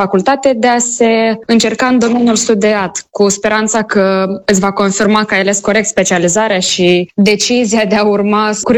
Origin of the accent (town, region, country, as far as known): Moldova